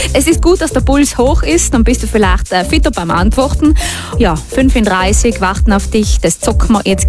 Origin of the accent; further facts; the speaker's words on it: South Tyrol, Italy; Und das Kartoffelmecker bei uns in Südtirol?